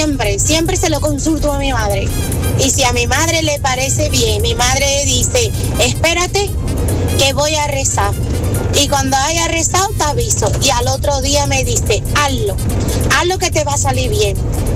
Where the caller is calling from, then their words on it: Seville, Andalusia, Spain; de Sevilla.